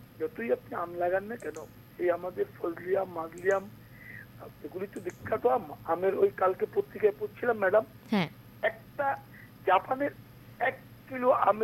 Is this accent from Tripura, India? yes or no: yes; Tripura, India; now in Agartala, India; বাংলাদেশের সীমান্তে আমাদের বাড়ি ছিল